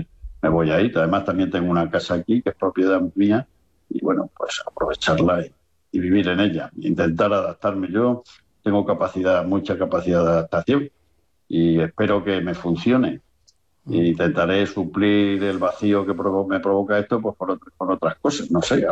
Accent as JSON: {"language": "Spanish", "town": "Cáceres", "region": "Extremadura", "country": "Spain", "said": "Yo me siento extremeño, pero también Miguelete, porque"}